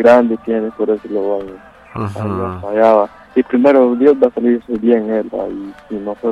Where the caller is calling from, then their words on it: Santa María Xalapán, Jalapa, Guatemala; De Aldea Lagunilla, Santa María Xalapán.